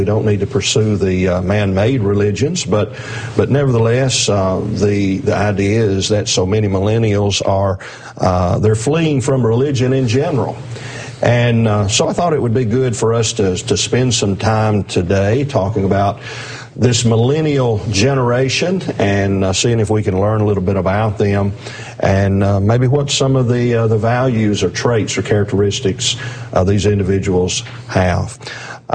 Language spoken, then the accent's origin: English; Alabama, United States; I'm from Alabama, so we've got a lot of the South represented today.